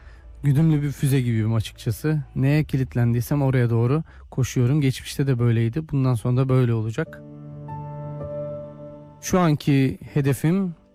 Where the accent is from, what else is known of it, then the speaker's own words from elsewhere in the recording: Konya, Turkey; born there; 1981 Konya doğumluyum.